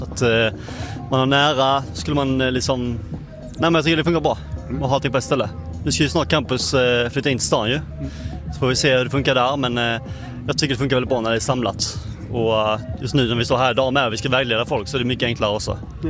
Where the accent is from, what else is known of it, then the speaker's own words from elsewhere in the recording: Kristianstad, Skåne, Sweden; Alltså, jag är uppväxt i Kristianstad från början. Så att, jag är bekväm i staden. Och jag har kompisar här sedan innan.